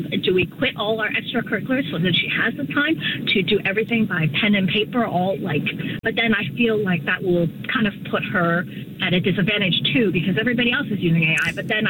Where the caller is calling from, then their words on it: York Region, Ontario, Canada; I'm calling from the York region, there's nothing.